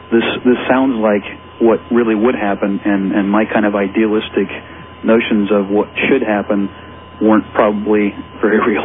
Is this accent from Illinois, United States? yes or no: no; Indiana, United States; I left Microsoft at the end of 1998, went back to my hometown here in Indiana